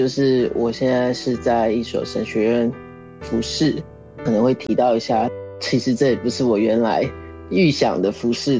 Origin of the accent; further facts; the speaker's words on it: Taiwan; also born or lived in United States; 我是来自台湾，那我父母以前也是国际学生。其实我小的时候是在美国出生的，但是我其实并没有在美国长大，我是完完全全在台湾长大的。